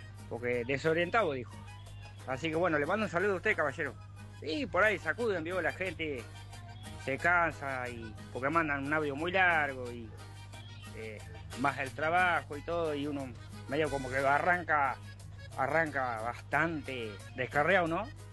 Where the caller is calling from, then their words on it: Magdalena, Buenos Aires Province, Argentina; acá de Magdalena.